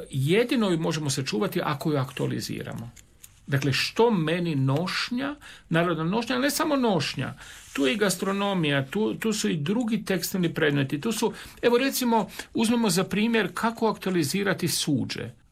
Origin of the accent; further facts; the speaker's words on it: Samobor, Zagreb County, Croatia; Tako smo mi Samoborci ponosni na svoju procesiju Majke Božje Bistričke